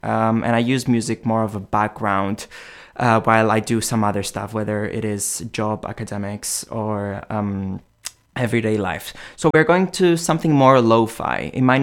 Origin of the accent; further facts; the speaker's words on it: Cyprus; I am from Cyprus after all, and I'm very good at keeping up with high degrees of Celsius